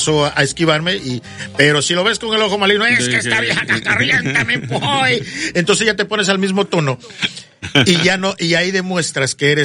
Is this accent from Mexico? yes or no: yes; Veracruz, Mexico; Como buenos veracruzanos que somos.